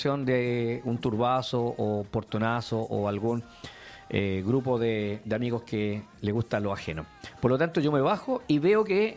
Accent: Chile

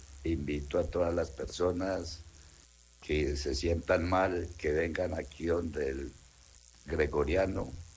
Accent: Tuluá, Valle del Cauca, Colombia; Yo soy de aquí de Tuluá.

